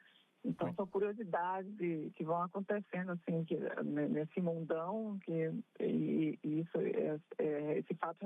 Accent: São Luís, Maranhão, Brazil; moved away as an adult; also born or lived in São Paulo; eu nunca tinha saído de São Luís, eu saí de São Luís com 19 anos, né, para morar em São Paulo

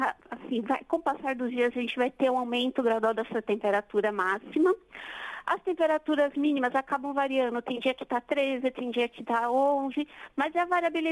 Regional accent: São Paulo, Brazil; now in Brasília, Brazil; Não, eu sou paulista.

